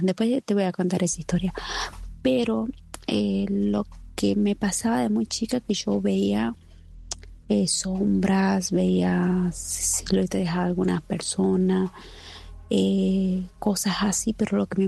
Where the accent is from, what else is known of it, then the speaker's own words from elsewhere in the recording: Famaillá, Tucumán, Argentina; Yo venía de estudiar, yo soy de Famaillá. Bueno, yo venía de estudiar de San Miguel del Tucumán, de la capital.